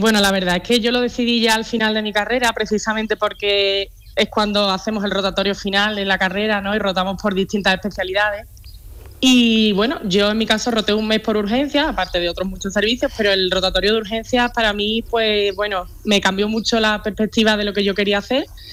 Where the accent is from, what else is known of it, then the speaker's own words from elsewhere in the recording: Seville, Andalusia, Spain; yo soy andaluza, soy sevillana, quería quedarme por aquí